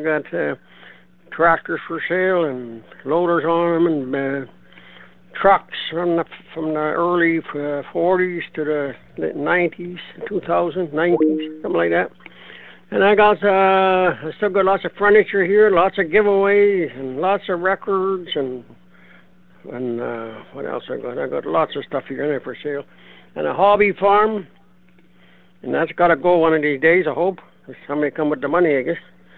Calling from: Manitoba, Canada; I'm calling from the cloudy, rainy Interlake.

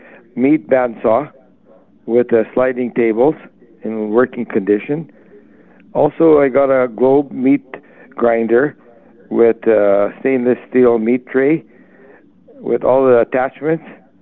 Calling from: Manitoba, Canada

